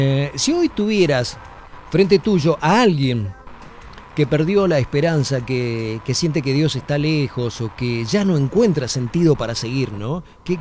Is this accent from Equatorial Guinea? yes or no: no; Argentina